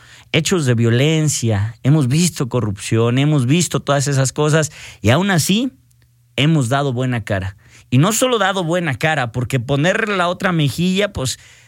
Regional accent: Ojuelos, Jalisco, Mexico; born there; now in Aguascalientes, Mexico; mi tierra, Ojuelos, Jalisco

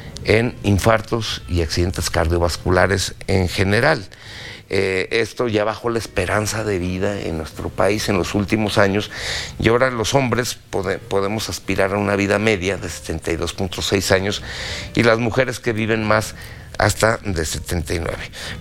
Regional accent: Mexico

